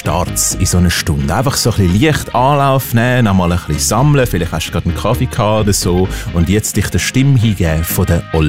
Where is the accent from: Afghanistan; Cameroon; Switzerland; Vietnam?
Switzerland; Zürich, Zurich; wir haben Grund zu feiern als Zürcher.